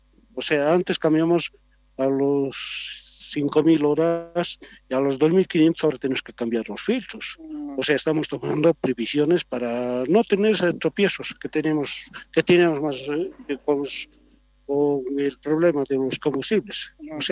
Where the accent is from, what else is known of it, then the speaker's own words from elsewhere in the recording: Potosí, Bolivia; Y estamos del departamento de Potosí